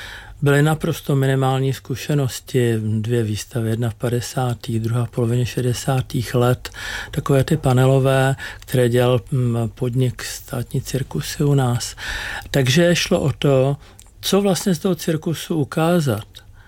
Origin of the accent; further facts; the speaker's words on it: Prague, Czechia; Já jsem kluk z Letné. Na Letné byly dva fenomény, cirkusy a Sparta.